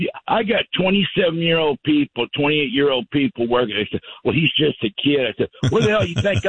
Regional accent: De Leon, Texas, United States; I'm from De Leon originally.

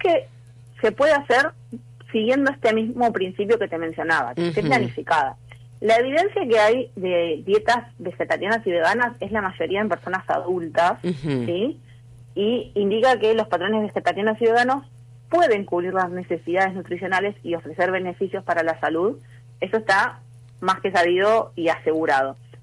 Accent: Argentina

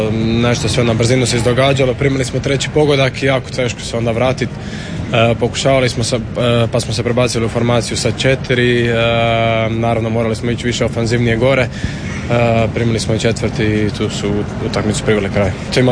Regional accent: Croatia; ali mi smo Hrvati, imamo tu glavu

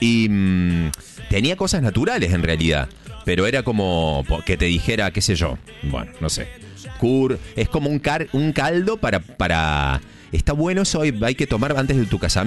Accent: Argentina; Somos muy argentinos de los 90.

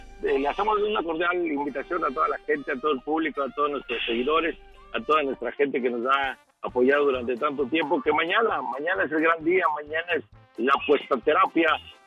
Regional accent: Oaxaca, Mexico; ustedes saben que somos de Oaxaca, somos de la Sierra Juárez, Oaxaca

